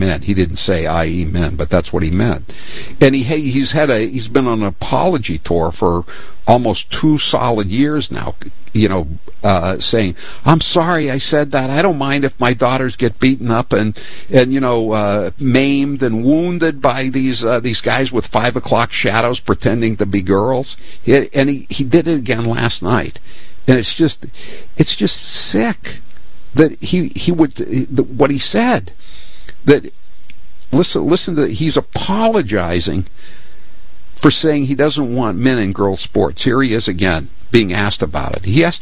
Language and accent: English; Massachusetts, United States; also born or lived in Maine; I fit all those categories except being born in Massachusetts. I was born in Maine, which is kind of like with an asterisk, by the way, because it used to be Massachusetts.